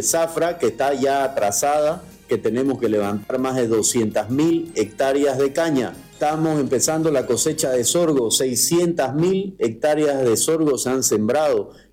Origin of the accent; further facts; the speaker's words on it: Bolivia; que nos hace falta como bolivianos